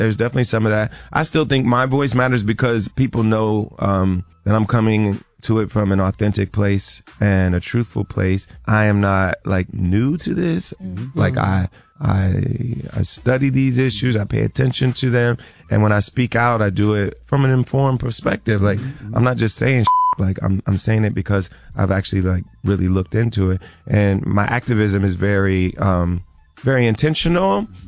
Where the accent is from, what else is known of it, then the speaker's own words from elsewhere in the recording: Ohio, United States; my home state of Ohio.